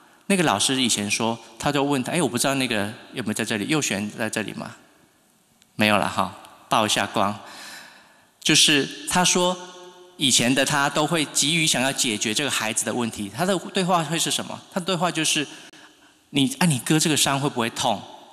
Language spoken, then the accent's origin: Chinese; Taichung, Taiwan; 我是台中人，我是台中太平人，以前太平那个快速道路还没有盖好以后很偏僻的